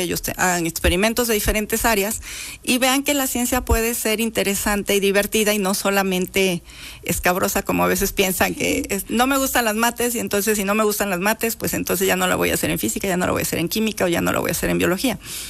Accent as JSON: {"language": "Spanish", "region": "Veracruz", "country": "Mexico", "tie": "born or raised there", "said": "yo soy de una ciudad pequeña del centro de Veracruz"}